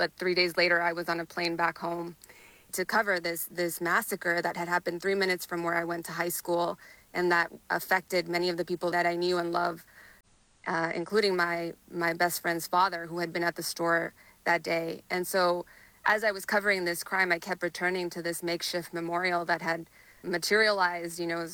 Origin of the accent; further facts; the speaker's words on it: El Paso, Texas, United States; rhetoric, the treatment of migrants were laid down long before, brick by brick, decade by decade, in my hometown of El Paso.